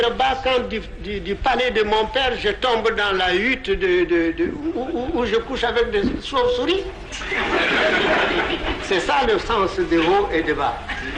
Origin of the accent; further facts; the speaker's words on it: Kati, Koulikoro, Mali; born there; also born or lived in Bamako; quand je faisais l'école, mes parents habitaient à Kati, à 12 km de Bamako. L'école régionale se trouvait à Bamako et je faisais 24 km par jour pour aller à l'école. J'ai quitté de chez moi à Kati